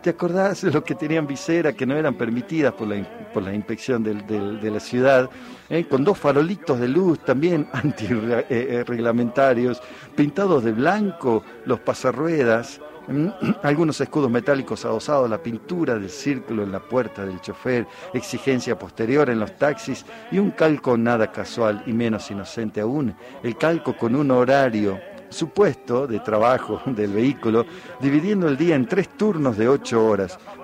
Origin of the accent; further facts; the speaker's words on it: Buenos Aires, Argentina; y te lo tengo que decir así, viste, como porteño